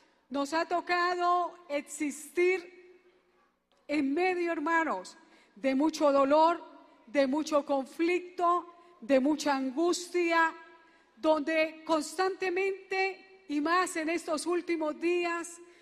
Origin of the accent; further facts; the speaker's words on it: Colombia; como lo hemos oído en nuestra amada patria, Colombia.